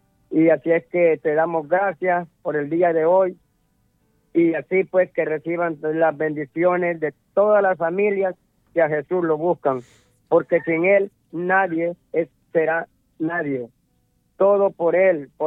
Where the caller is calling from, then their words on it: La Lima, Cortés, Honduras; de la Lima Cortés